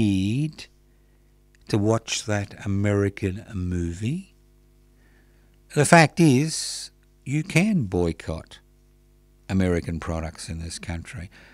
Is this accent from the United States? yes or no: no; Australia; as an Australian, as somebody living in this country